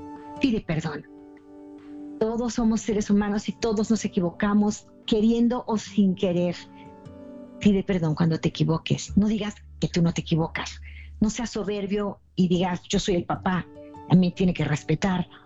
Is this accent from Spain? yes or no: no; Mexico; en mi país, México